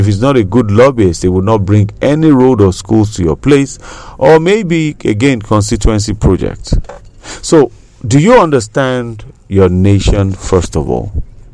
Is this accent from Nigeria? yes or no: yes; Nigeria; As a Nigerian, you need to know your country.